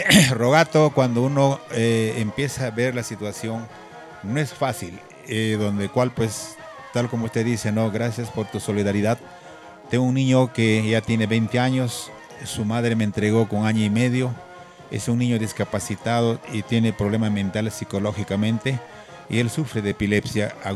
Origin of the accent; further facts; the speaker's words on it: Marián, Ancash, Peru; Soy de Marián, soy de centro poblado de Marián, soy hijo de un campesino